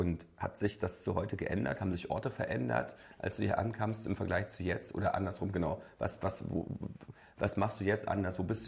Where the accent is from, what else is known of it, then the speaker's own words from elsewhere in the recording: Mecklenburg-Vorpommern, Germany; ich komme auch aus Mecklenburg-Vorpommern